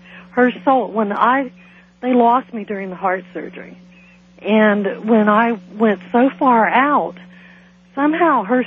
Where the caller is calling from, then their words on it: Atlanta, Georgia, United States; I'm calling from Atlanta.